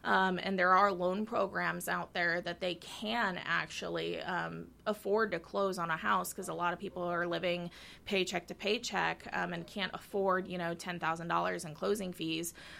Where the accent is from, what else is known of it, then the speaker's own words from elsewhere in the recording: Warrensburg, Missouri, United States; also born or lived in Michigan; So I was born technically in Michigan, but as far as I can remember, I've lived in Warrensburg since I was about 3 or 4 years old. My parents moved here in May of 2004, actually, to go to the University of Central Missouri. So, Yep, I grew up here, graduated here.